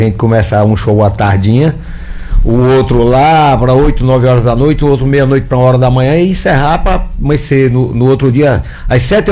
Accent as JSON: {"language": "Portuguese", "region": "Ceará", "country": "Brazil", "said": "Nós somos do Ceará."}